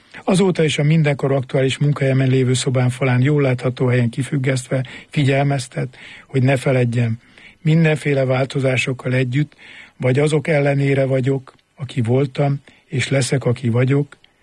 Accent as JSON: {"language": "Hungarian", "town": "Törökkoppány", "region": "Somogy", "country": "Hungary", "tie": "born or raised there", "said": "hogy onné tovább induljunk szülőfalunkba, a Somogyvár megyét Törökkoppányba"}